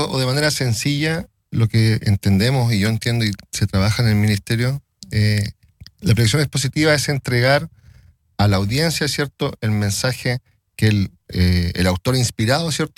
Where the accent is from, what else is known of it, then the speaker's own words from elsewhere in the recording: Concepción, Biobío, Chile; moved away as an adult; now in Santiago, Chile; oriundo de Concepción, y sirviendo acá ya en Santiago desde el año 2018